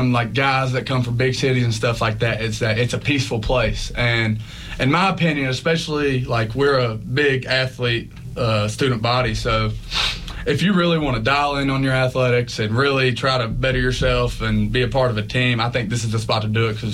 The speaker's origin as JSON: {"language": "English", "town": "Bluefield", "region": "Virginia", "country": "United States", "tie": "born or raised there", "moved": "as an adult"}